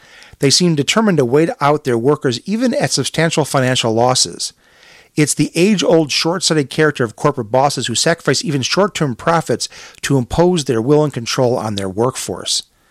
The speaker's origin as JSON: {"language": "English", "town": "Chicago", "region": "Illinois", "country": "United States", "tie": "born or raised there", "said": "Growing up in Chicago, living in Chicago the vast majority of my life"}